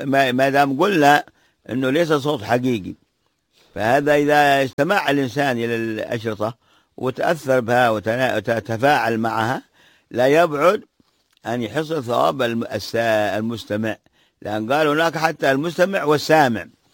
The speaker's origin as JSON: {"language": "Arabic", "region": "Hadramawt", "country": "Yemen", "said": "إذا كان من هؤلاء الأصناف الموجودين عندنا في حضرموت الفقراء والمساكين والغارمين وأبناء السبيل."}